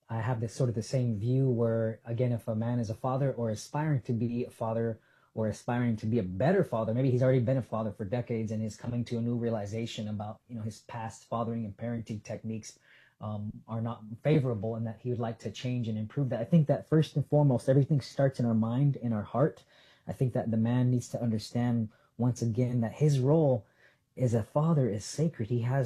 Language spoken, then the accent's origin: English; Salt River, Arizona, United States; growing up in Salt River